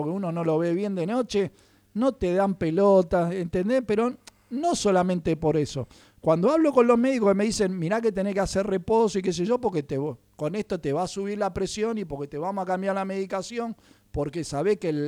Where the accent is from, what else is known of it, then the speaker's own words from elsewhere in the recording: Uruguay; now in Buenos Aires, Argentina; nosotros cuando éramos chicos en Uruguay, que tenemos dicho para todo